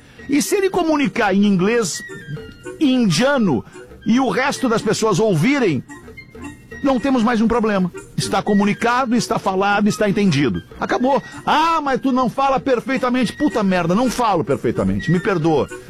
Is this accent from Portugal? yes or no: no; Brazil; Nós falamos brasileiro no Brasil, né?